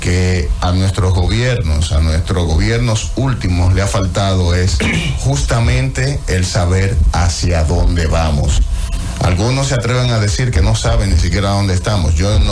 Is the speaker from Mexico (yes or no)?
no; Dominican Republic; Y aquí es que nosotros como dominicanos tendríamos que poner mucho cuidado.